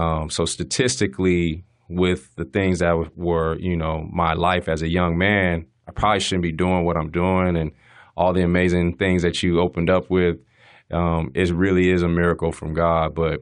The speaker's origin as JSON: {"language": "English", "town": "San Diego", "region": "California", "country": "United States", "tie": "born or raised there", "said": "You know, there's a lot of that stuff growing up in California, in San Diego."}